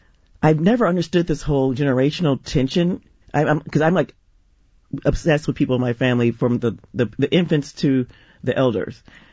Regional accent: San Francisco, California, United States; also born or lived in Oakland; I grew up in San Francisco, but I lived in Oakland while I was a grad student

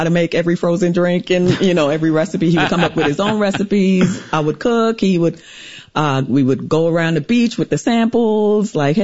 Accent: St. Thomas, U.S. Virgin Islands

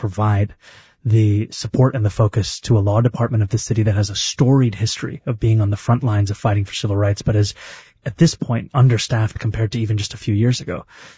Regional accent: New York City, New York, United States; You know, being a New Yorker means being at ease with much of what is thrown at you.

